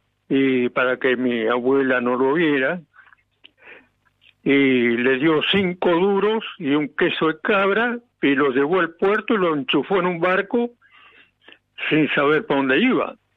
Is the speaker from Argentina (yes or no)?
yes; Argentina